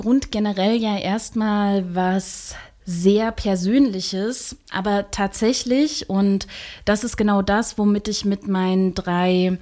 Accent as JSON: {"language": "German", "region": "Thuringia", "country": "Germany", "said": "Also gerade dort, wo ich herkomme, aus Thüringen"}